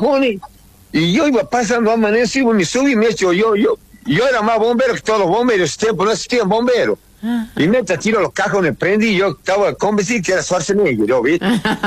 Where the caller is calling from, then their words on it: Buenos Aires, Argentina; Como somos porteños